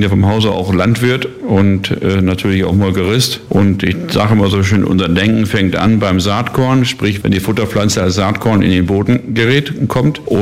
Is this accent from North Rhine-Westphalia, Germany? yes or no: no; Lower Saxony, Germany; moved away as an adult; now in Uckermark, Germany; Gebürtig komme ich aus dem Raum Hannover